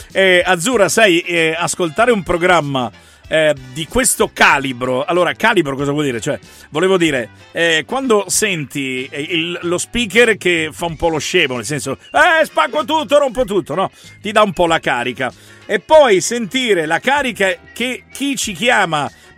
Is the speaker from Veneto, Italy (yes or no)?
yes; Veneto, Italy; accent: Venetian; voglio parlare spagnolo, invece parlo in dialetto veneto.